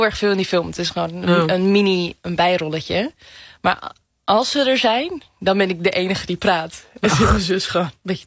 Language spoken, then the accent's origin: Dutch; Amsterdam, North Holland, Netherlands; In Amsterdam, in Oost. In Amsterdam-Oost.